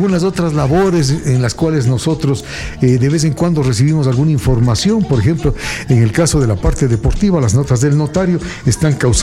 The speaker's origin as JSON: {"language": "Spanish", "country": "Ecuador"}